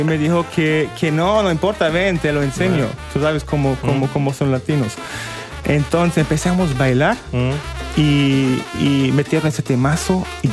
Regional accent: Frankfurt, Hesse, Germany; te tengo que contar un poquito que yo soy de acá, de Frankfurt. Yo nací y crecí acá, soy un verdadero frankfurtar. Soy hijo de refugiados kurdos del Medio Oriente.

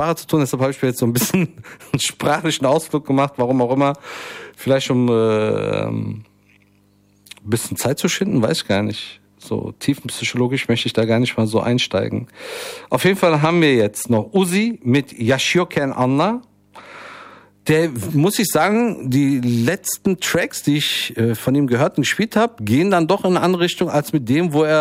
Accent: Frankfurt, Hesse, Germany; dass ich gebürtiger Frankfurter bin. Ne? Zwar nicht mit dem vollen Dialekt, also ich glaube, das bisschen Lokaldialekt, was ich habe, ich bin ja im Frankfurter Westen aufgewachsen

